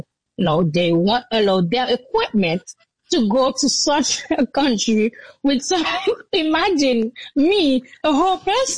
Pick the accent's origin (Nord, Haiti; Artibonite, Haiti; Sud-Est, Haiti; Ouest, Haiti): Sud-Est, Haiti; Jacmel; leading to Jacmel, my hometown, was closed through Maltisa, which is like, you know, a very big region in Port-au-Prince.